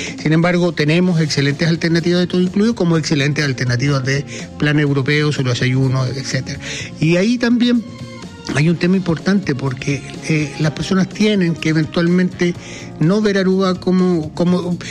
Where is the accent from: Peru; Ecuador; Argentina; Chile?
Chile; La verdad es que yo creo que depende particularmente para nosotros como chilenos buscar la fecha